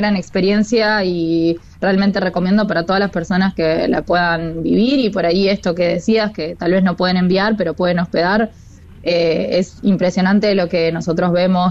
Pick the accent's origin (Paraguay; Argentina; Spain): Argentina; Concordia, Entre Ríos; moved away as an adult; also born or lived in Buenos Aires; now in Rosario, Argentina; desde ahí yo empecé a ser voluntaria en mi ciudad natal. Yo soy de Concordia, Entre Ríos, me mudé a Buenos Aires, donde estudié mi carrera, y también fui voluntaria ahí, y terminé acá en Rosario